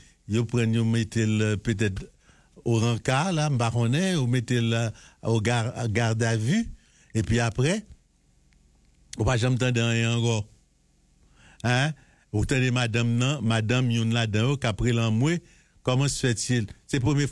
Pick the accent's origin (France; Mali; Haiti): Haiti; En tant qu'haïtien, l'homme on a parlé de l'armée, l'armée a gagné pile pour le raconter.